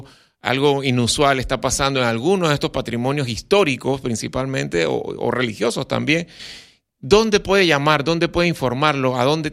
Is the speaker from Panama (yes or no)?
yes; Panama; nuestra identidad como panameños.